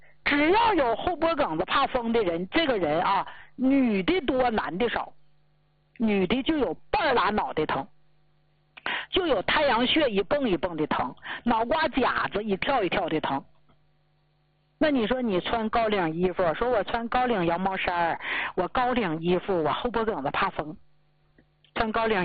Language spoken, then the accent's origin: Chinese; Northeast China, China; 所以为啥出去咱们东北人，黑龙江、吉林、辽宁、内蒙啊，这都咱们东北人吗？